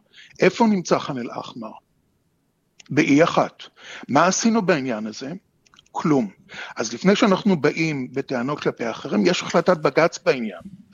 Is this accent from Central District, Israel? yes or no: no; Haifa, Haifa District, Israel; אני מגיע לעתים קרובות, אני חיפאי בחצי.